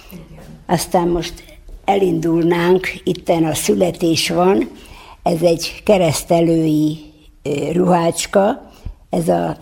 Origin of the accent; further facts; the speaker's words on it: Danube Swabian settlement area, Hungary; tőzsgyökeres sváb vagyok.